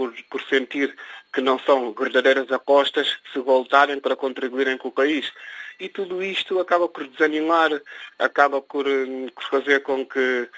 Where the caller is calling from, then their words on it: Guinea-Bissau; principalmente da Guiné-Bissau, que é o meu país de origem